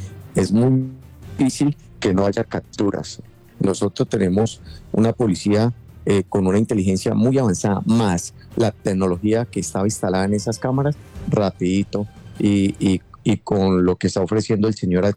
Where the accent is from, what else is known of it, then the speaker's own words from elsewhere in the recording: Cali, Valle del Cauca, Colombia; nosotros, como ciudadano caleño